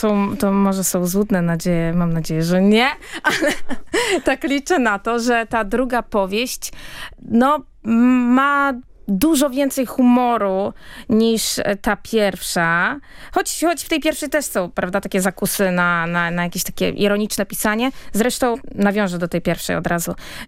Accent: Połaniec, Świętokrzyskie Voivodeship, Poland; ja tam dalej mieszkam, jakby pomieszkuję, bo ja tak jeżdżę pomiędzy Turcją a Polską i dużo, no dalej mieszkam w Połańcu.

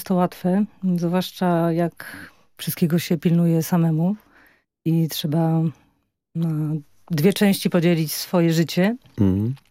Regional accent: Warsaw, Masovian Voivodeship, Poland; Tak, jesteśmy z Warszawy.

